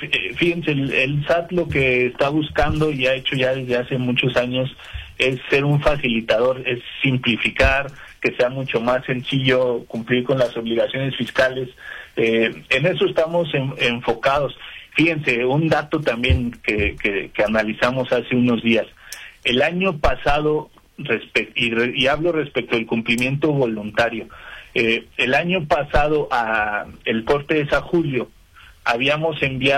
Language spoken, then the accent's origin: Spanish; Mexico; exijamos lo que como mexicanos merecemos.